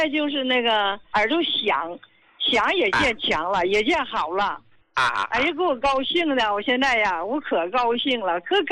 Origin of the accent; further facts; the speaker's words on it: Qinhuangdao, Hebei, China; 啊，我是秦皇岛的。